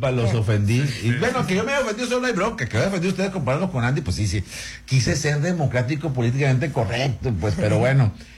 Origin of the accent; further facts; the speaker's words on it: Mexico; no creo que nos vaya la vida en esto como mexicanos, ni sea una posición prudente del gobierno mexicano